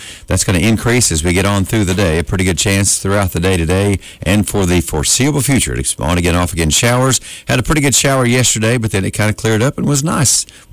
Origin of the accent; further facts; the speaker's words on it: Eastern time zone, United States; now in Central time zone, United States; I have lived in the Central time zone for 7 years now, and I work in Eastern time zone. I'm from Eastern time zone, so we've always stayed on Eastern time.